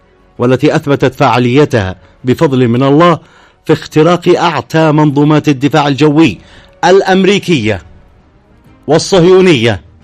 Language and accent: Arabic; Yemen; على بلادنا اليمن